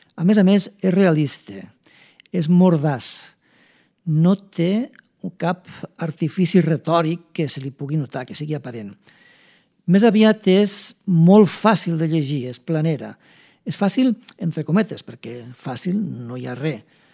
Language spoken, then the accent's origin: Catalan; Lleida, Catalonia, Spain; i mira que sóc de Lleida, però no ho sabia